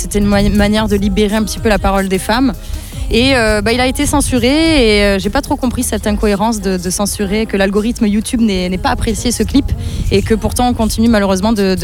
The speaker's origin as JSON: {"language": "French", "town": "Avignon", "region": "Provence-Alpes-Côte d'Azur", "country": "France", "moved": "as an adult", "lives_now": "Paris, France", "said": "je viens d'Avignon."}